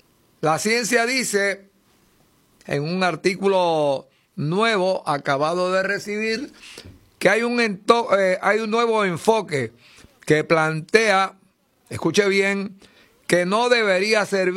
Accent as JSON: {"language": "Spanish", "country": "Puerto Rico", "said": "Somos así los boricuas."}